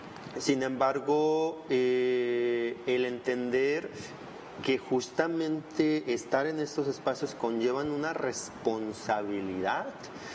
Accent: Tepic, Nayarit, Mexico; Aquí no es decir, pues es que soy de Nayarit, soy de Tepic.

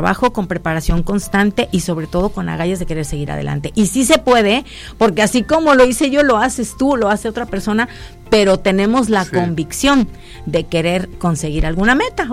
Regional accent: Tepic, Nayarit, Mexico; yo estoy enamorada de Tepic en todos los sentidos, entonces me pesaba tanto, decía, ¿cómo voy a dejar de donde soy para irme a otro lado?

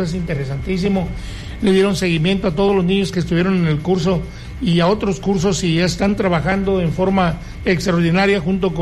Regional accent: Mexico; que nos cimbre en el sentido de que somos mexicanos, de que nuestra patria es primero

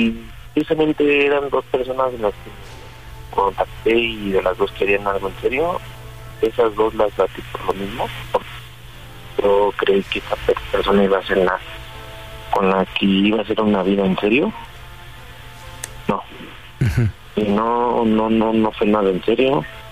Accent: Tlalpan, Mexico City, Mexico; 33, soy de la Ciudad de México, de la delegación Tlalpan.

